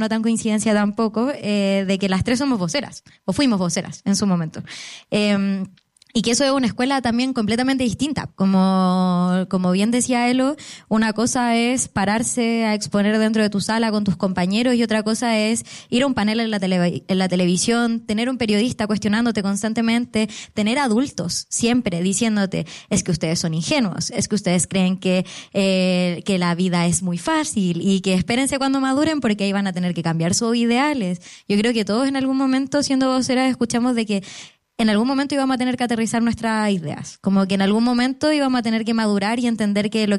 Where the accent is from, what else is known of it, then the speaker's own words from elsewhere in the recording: Paine, Santiago Metropolitan Region, Chile; Yo soy de Paine. Me crié y me estudié en un colegio donde toda la vida nunca existió un centro de estudiantes.